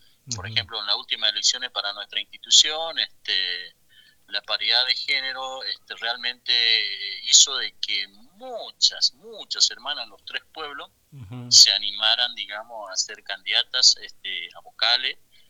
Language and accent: Spanish; La Leonesa, Chaco, Argentina; no soy de San Bernardo, soy de acá de La Leonesa.